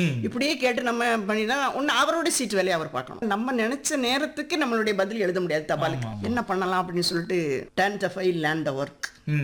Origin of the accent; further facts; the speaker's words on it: Elathur, Tamil Nadu, India; அதுல எலத்தூர் கிராமத்துல பிறந்தேன். படிச்சது எல்லாமே அங்கதான்.